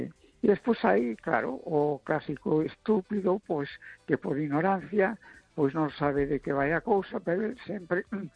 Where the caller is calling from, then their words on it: A Coruña, Galicia, Spain; de La Coruña.